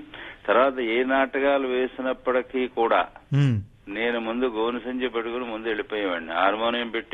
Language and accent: Telugu; Madiki, Andhra Pradesh, India; moved away; మా native place మడికి.